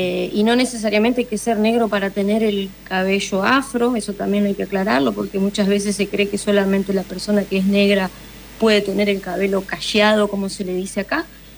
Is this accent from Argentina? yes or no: yes; Argentina; now in Brazil; O sea que yo como argentina tengo muchísimo, muchísimo respeto hacia Brasil y estoy muy, muy agradecida por todo lo que me ha ofrecido durante estos 4 años, a mí y a mis hijas.